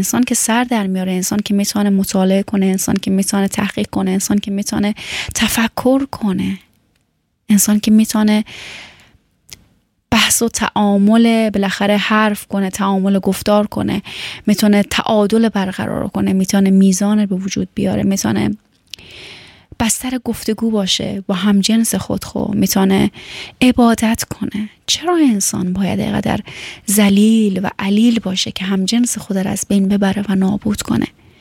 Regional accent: Afghanistan; باور کنین من چند وقت پیش با یک آلمانی صحبت میکردم که بالاخره وسیله میخواستم بخرم، و این وقتی که فهمید من از افغانستان هستم

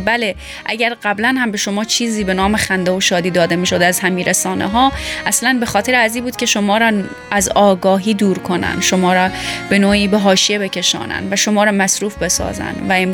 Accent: Iran; born there; من حالا به نوعی چون در ایران متولد شدم، ادبیات بسیار غنی فارسی ایران دارم

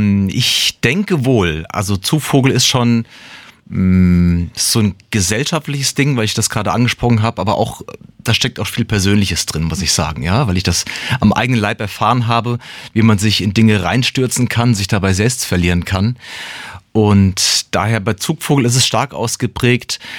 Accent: Frankfurt am Main, Hesse, Germany; moved away as an adult; now in Mainz, Germany; Ich bin ein Frankfurter Bub im Herzen, bin dort geboren, lange Zeit in dem Bereich aufgewachsen und ja, Jahre später hat es mich dann irgendwie nach Wiesbaden, sage ich schon, das ist das andere, die andere Hauptstadt, nach Mainz gezogen.

